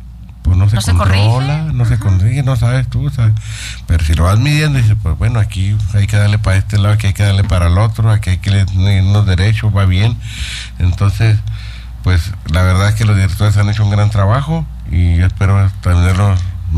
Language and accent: Spanish; Naica, Chihuahua, Mexico; adultos mayores de Naica, de mi pueblo